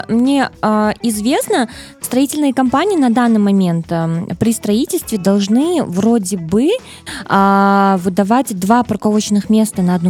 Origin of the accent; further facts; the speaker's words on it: Bishkek, Kyrgyzstan; Я родилась, выросла в Бишкеке.